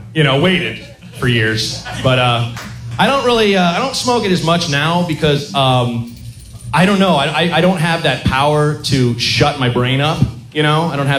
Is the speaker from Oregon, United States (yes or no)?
yes; Oregon, United States; I don't smoke much pot, even though I grew up in Oregon.